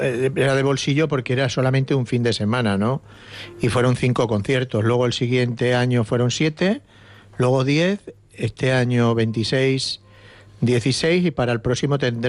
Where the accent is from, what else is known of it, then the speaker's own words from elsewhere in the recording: Extremadura, Spain; estamos en una zona un poco, dijéramos, hostil en cuanto a que no hay un tejido empresarial y no hay dinero